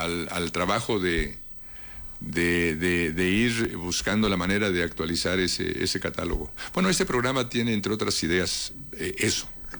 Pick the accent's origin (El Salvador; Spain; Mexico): Mexico